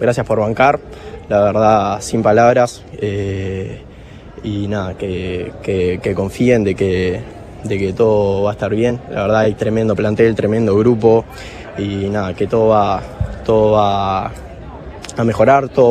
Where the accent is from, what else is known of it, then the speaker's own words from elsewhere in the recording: Montevideo, Uruguay; No, soy de Montevideo.